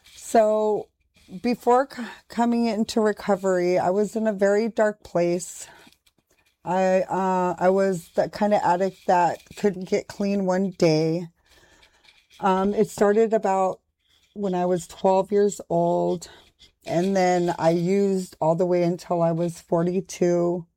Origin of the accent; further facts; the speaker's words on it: Fairbanks, Alaska, United States; now in Anchorage, United States; I am from Fairbanks, Alaska, and I currently reside in Anchorage, Alaska.